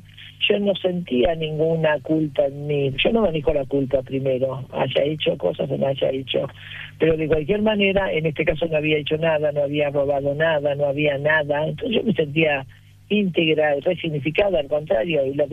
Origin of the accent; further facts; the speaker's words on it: Argentina; espectadores argentinos en mi país